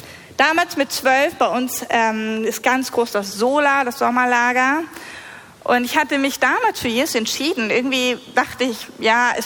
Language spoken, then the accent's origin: German; Lower Saxony, Germany; moved away as an adult; also born or lived in Oldenburg; ich war 20 und wir sind dann von unserem Kuhdorf aus Abke. Abke, kennt jemand Abke? Keiner kennt Abke? Das ist das beste Kuhdorf überhaupt, auf jeden Fall. Wir sind aus Abke nach Oldenburg gezogen